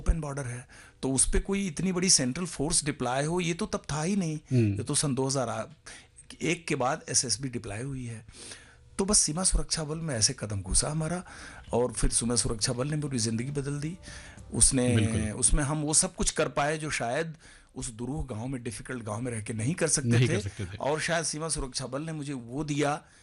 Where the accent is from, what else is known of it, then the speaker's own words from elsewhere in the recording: Chauri Chaura, Uttar Pradesh, India; میں ایک بڑے مشکل علاقے میں پیدا ہوا تھا, چوری چورا تحصیل گورکھپور ڈسٹرکٹ.